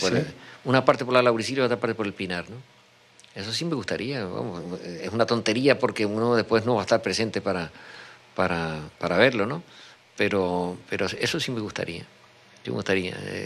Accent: La Laguna, Canary Islands, Spain; No, yo soy canario 100%, a pesar de que... De lo que hemos hablado, de que parezco un lagunero renegado porque no vivo en la laguna. Mi laguna no me la puede quitar nadie, la tengo en el alma, ¿no?

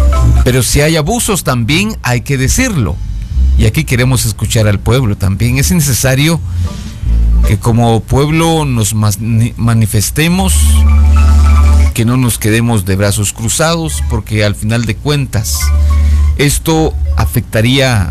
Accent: Guatemala; como guatemaltecos, nos estamos atacando unos a otros

